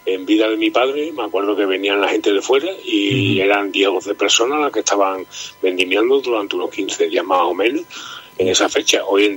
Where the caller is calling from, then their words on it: Almendralejo, Extremadura, Spain; Yo estoy en Arizón, en Almendralejo, provincia de Badajoz.